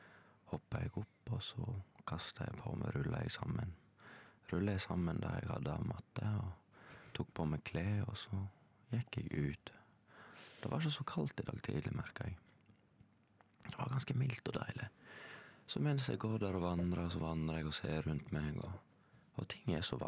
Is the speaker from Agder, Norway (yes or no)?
no; Leikanger, Vestland, Norway; så ser jeg fjorden hjemme i Leikanger. Fint var det, og vakkert var det, og jeg fikk en sånn følelse av, herregud, jeg må komme med heimatte.